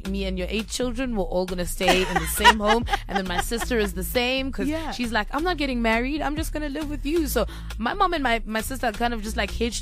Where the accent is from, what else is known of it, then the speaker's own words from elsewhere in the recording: Soweto, Gauteng, South Africa; So I grew up in Soweto